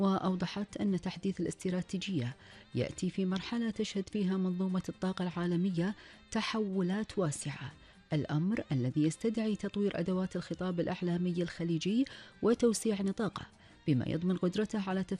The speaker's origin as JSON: {"language": "Arabic", "country": "Kuwait", "said": "طبعا هذه كانت فقرتنا في أخبار ديرتنا الحبيبة الكويت وآخر المستجدات."}